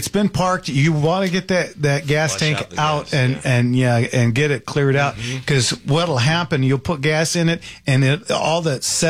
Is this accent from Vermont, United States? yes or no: no; Norco, California, United States; Somebody from my hometown is calling